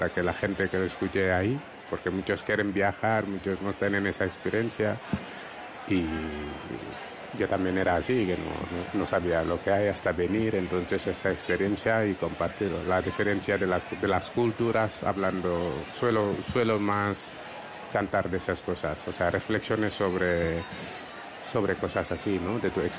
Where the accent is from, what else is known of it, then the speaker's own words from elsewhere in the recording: Senegal; moved away as an adult; now in Spain; lo que traigo de Senegal, lo sé, mi cultura y eso